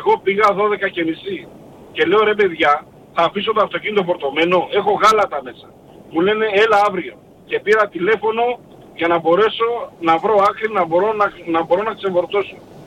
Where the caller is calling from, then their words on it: Chalcis, Central Greece, Greece; Είμαι από τη Χαλκίδα, είμαι επαγγελματίος οδηγός